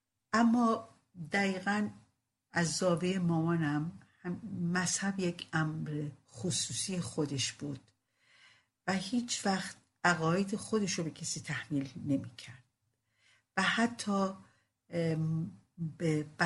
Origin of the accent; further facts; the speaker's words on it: Rasht, Gilan, Iran; در یکی از محلات قدیمی رشت به دنیا اومدم، همراه سه برادر و یک خواهر بزرگ شدم.